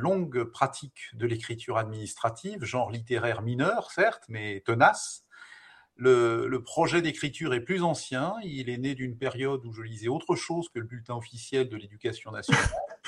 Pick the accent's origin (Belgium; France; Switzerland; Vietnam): France; Paris, Île-de-France; also born or lived in Var; je suis parisien d'origine et varois d'adoption.